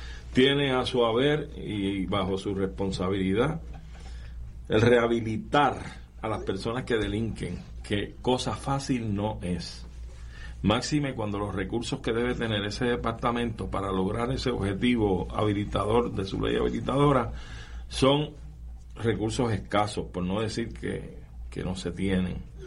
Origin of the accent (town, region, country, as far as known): Puerto Rico